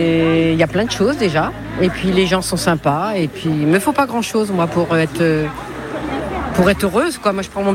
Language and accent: French; Langeais, Centre-Val de Loire, France; born there; now in Loches, France; une langésienne de Langers. Je suis née à Langers.